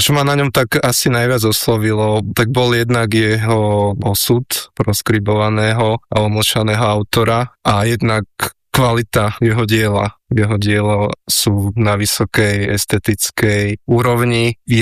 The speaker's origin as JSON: {"language": "Slovak", "town": "Šurany", "region": "Nitra Region", "country": "Slovakia", "tie": "born or raised there", "said": "Prvýkrát som sa s jeho dielom stretol ešte ako gymnazista, keď som v mojom rodnom meste v Šuranoch navštevoval tane vysveteného kňaza Vendelina Lacu"}